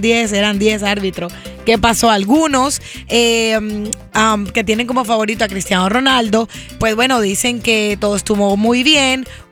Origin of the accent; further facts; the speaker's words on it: Colombia; Hoy juegan mi tierrita, Colombia.